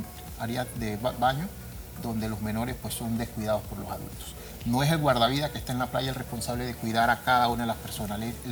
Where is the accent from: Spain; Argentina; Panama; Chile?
Panama; Como panameños, nos sentimos muy orgullosos de representar a nuestro país